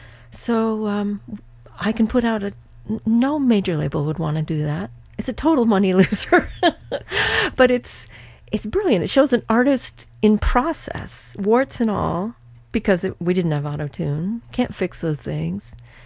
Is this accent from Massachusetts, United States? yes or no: yes; Rockport, Massachusetts, United States; being in Rockport, growing up in Rockport, where I barely got in the FM radio dial.